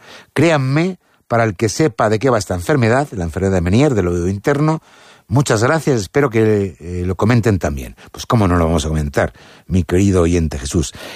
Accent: Torre Andaluz, Castile and León, Spain; para que vengas a oler la peste en mi pueblo, Torre Andaluz.

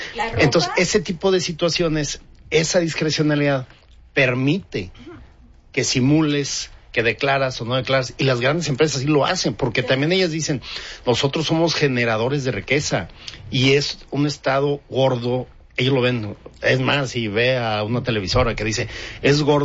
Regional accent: Mexico

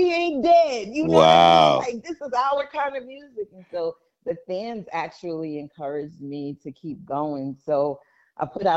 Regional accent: Brooklyn, New York, United States; now in Long Island, United States; I grew up in Brooklyn. I'm really at heart a Brooklyn girl. So I started out, I grew up in Brooklyn, and then my career started in Queens, and I raised my kids in Long Island. So I am a real New Yorker.

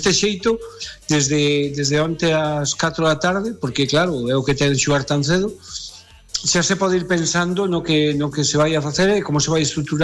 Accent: Galicia, Spain; Eu en principio, como galego, por supuesto que prefiro que o Celta B quede de segundo.

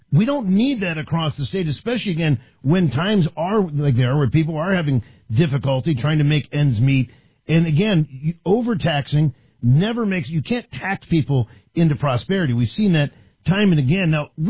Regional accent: Washington, District of Columbia, United States; moved away as an adult; now in Wisconsin, United States; I'm a refugee from Washington, D.C., where I was born and raised. One of the things that when I moved here in 2007 that struck me

